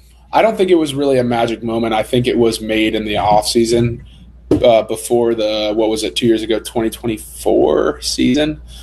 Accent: Boston, Massachusetts, United States; now in Tennessee, United States; I'm from Boston, and I've never really thought about playing football until I played it

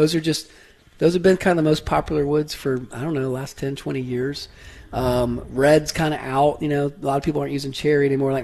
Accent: Brentwood, Tennessee, United States; born or raised there

